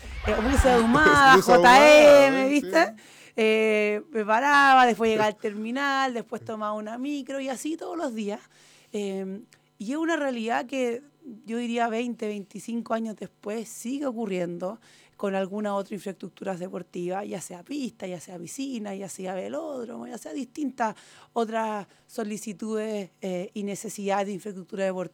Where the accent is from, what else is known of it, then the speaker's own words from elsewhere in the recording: San Felipe, Valparaíso, Chile; Yo vengo de San Felipe, te diría de más adentro de Tierras Blancas